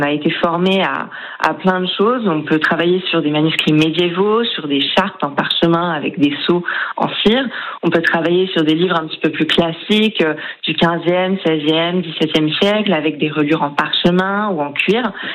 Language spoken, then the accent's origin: French; Brittany, France; now in La Ferté-Bernard, France; Moi, je viens de Bretagne